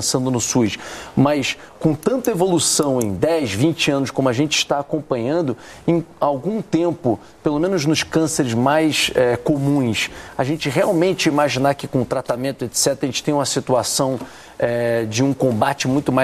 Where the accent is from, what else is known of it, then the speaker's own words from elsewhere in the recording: Brazil; Como nós somos brasileiros, eu sou bastante.